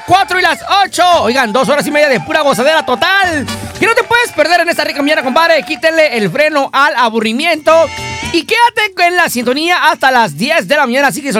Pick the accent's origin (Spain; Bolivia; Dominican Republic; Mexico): Mexico; Hay algo que los mexicanos hacemos mejor que casi cualquier país.